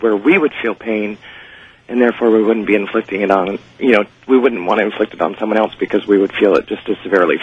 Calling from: Coos County, Oregon, United States; I am in Coos County, Oregon, on listening to you on KWRO.

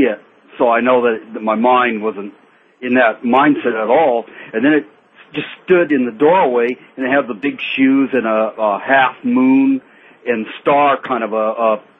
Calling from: Hesperia, California, United States; Yeah, and I'm calling up from Hesperia

